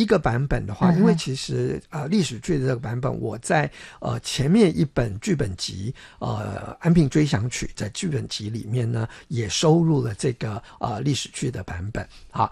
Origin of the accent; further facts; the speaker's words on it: Taiwan; first language Taiwanese Hokkien; 我自己也是台湾人